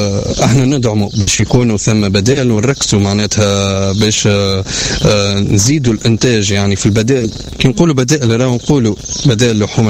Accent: Tunisia; عندنا في تونس

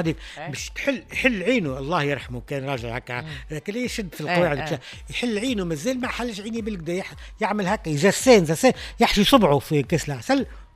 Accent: Tunisia; اللي عندنا في تونس الملوخية علامة الفرح

